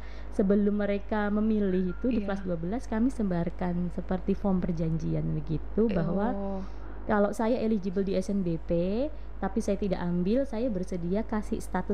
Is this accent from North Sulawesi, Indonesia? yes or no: no; Surakarta, Central Java, Indonesia; now in Belu, Indonesia; Saya kan dari Solo nih.